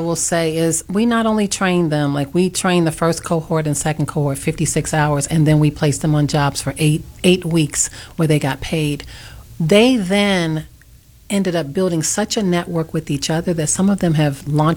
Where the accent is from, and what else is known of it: Chicago, Illinois, United States; born or raised there; also born or lived in Los Angeles